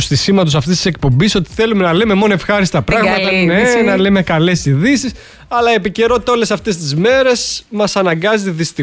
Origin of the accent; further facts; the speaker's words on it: Rethymno, Crete, Greece; εγώ είμαι από το Ρέθυμνο.